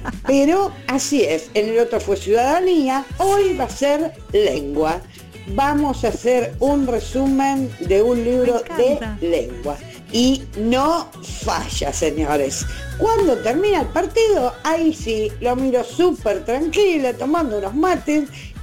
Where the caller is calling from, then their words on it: Berazategui, Buenos Aires Province, Argentina; de Verazate.